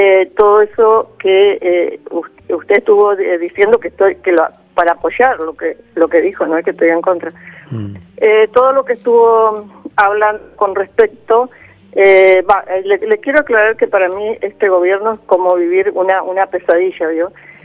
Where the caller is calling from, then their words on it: Reconquista, Santa Fe, Argentina; de Reconquista.